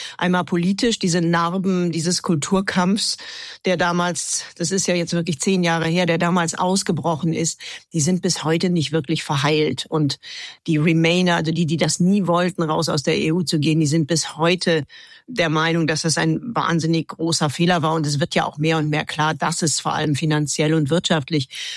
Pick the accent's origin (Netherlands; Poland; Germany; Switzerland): Germany; moved away; als Deutscher